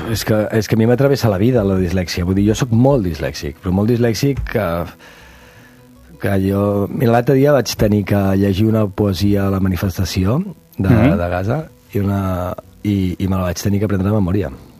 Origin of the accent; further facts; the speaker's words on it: Verges, Catalonia, Spain; Jo vaig viure a Verges, vaig créixer a Verges. La meva família de l'Empordà és de Verges. Som fills de Verges, de tota la vida.